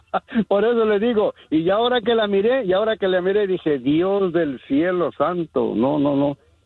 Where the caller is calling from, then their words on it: California, United States; le hablo de aquí, de Carajay, California.